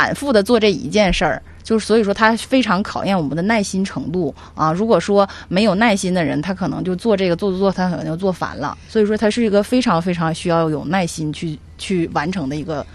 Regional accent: China; 我们中国人

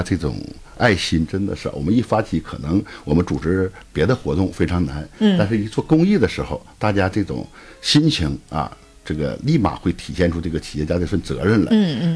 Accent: Daqing, Heilongjiang, China; moved away as an adult; now in Changchun, China; 我本身呢是一个草根出身，我2000年我老家是黑龙江省大庆市赵源县一个偏远农村的，2000年来到长春的时候

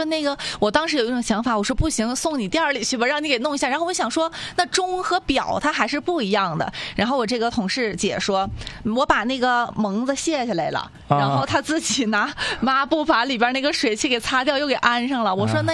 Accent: Northeast China, China; 而且咱们东北就是不管咋热，晚上都是凉快的

